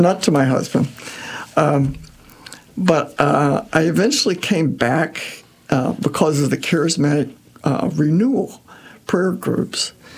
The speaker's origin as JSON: {"language": "English", "region": "Arkansas", "country": "United States", "tie": "born or raised there", "also_born_or_lived": "Springfield, Illinois", "moved": "as an adult", "lives_now": "St. Louis area, United States", "said": "it was 200 miles from my hometown down in Arkansas, so I could pop home for a weekend if I wanted to."}